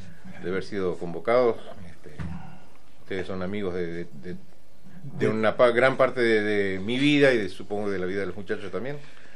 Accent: Montecarlo, Misiones, Argentina; born there; dónde nací yo, que en Monte Carlo, que no es el Principado de Mónaco

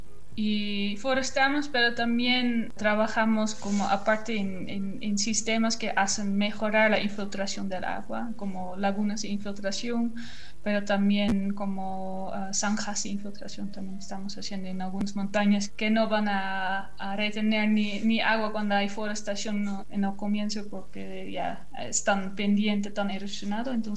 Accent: Netherlands; now in Peru; como vengo de Holanda

